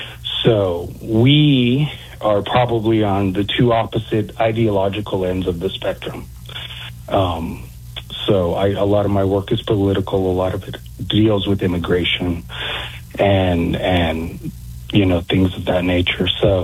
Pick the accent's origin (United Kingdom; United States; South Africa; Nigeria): United States; Houston, Texas; I grew up in Houston. I spent the first 18 years of my life in Houston, and you know, as soon as I could, I got out of there.